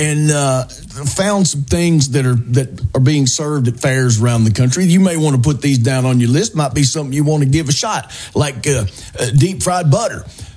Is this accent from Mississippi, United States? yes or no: yes; Soso, Mississippi, United States; I grew up in So-So, Mississippi. There was not a lot going on.